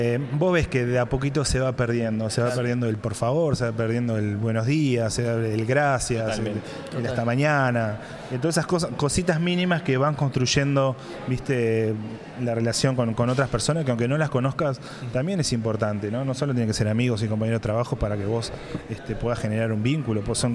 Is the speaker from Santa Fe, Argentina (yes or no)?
yes; Rosario, Santa Fe, Argentina; now in Buenos Aires, Argentina; Yo soy de Rosario.